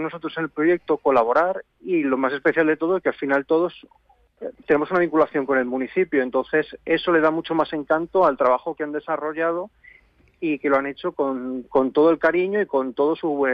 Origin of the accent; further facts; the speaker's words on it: Azuqueca de Henares, Castilla-La Mancha, Spain; nosotros los que somos de Azuqueca la seguimos llamando pueblo con un cierto cariño